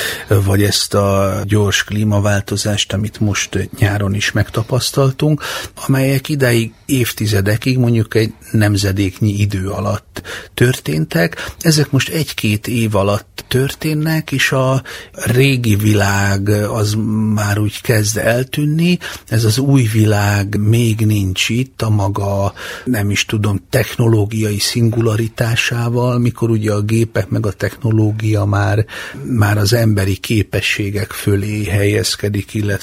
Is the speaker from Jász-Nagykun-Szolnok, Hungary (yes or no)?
yes; Szolnok, Jász-Nagykun-Szolnok, Hungary; 10 évesen, bekerültem Szolnokon egy tehetséggondozó táborba, én szolnoki vagyok